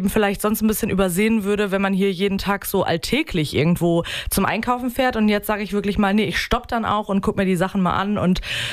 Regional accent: North Rhine-Westphalia, Germany; now in Osnabrück area, Germany; als gebürtige NRWlerin

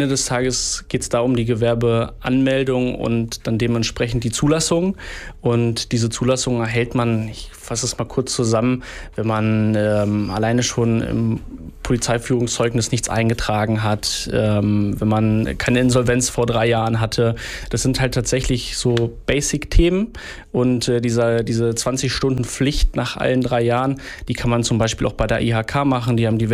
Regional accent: Hameln, Lower Saxony, Germany; moved away as an adult; also born or lived in Bremen / Großberkel; Ich bin gebürtiger Hamelner, lebe derzeit auch in Großberkel, beziehungsweise habe immer, wenn ich in der Region Hameln gelebt habe, immer in Großberkel gelebt. Meine Eltern sind von hier, also aus Großberkel. Und ja, es ist Heimat. Deswegen bin ich zurückgekommen.

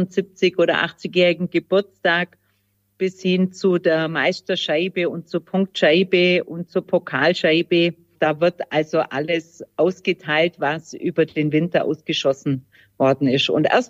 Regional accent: Allgäu, Germany; Wir sind ja Allgäuer, also essen wir Allgäuer Kässpatzen.

